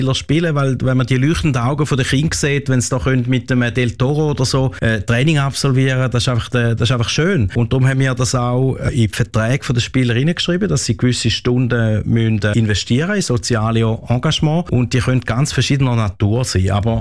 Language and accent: German; Schaffhausen, Switzerland; now in Singapore; auch wenn ich in Singapur wohne, ja, ich bin Schweizer, bin in der Nähe aufgewachsen und ich fühle mich sehr wohl in dem Umfeld